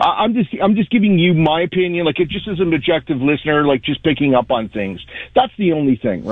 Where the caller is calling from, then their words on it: Toronto, Ontario, Canada; Yes, sir, I am from Toronto.